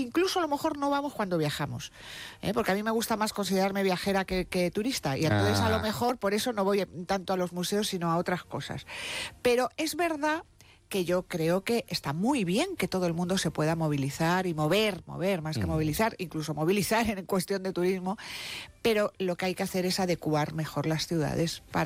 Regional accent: Madrid, Community of Madrid, Spain; A ver, yo soy de Madrid, pero amo Santiago de Compostela.

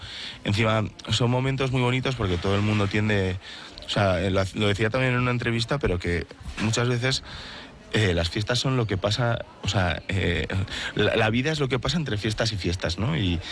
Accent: Vitoria-Gasteiz, Basque Country, Spain

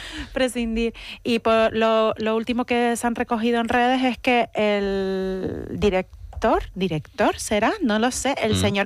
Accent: Las Palmas de Gran Canaria, Canary Islands, Spain; me crié en el Risco de San Nicolás y está al lado San Roque

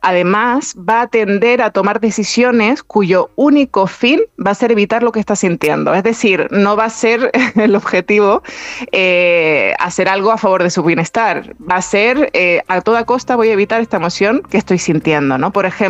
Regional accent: Canary Islands, Spain; accent: Canarian; que yo soy con mi canario me sale pozo

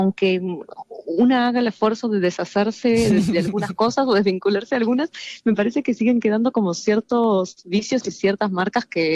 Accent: Argentina; now in Spain; En mi caso es verdad que yo me mudé de Argentina a España

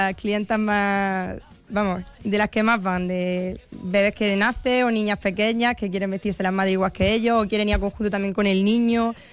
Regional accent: Baza, Andalusia, Spain; nuestra feria de Baza

